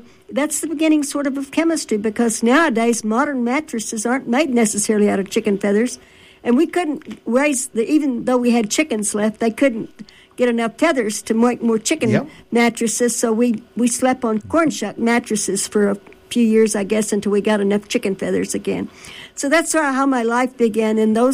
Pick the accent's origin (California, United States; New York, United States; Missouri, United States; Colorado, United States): Missouri, United States; Cat Run; born there; So I was born in Cat Run, Missouri.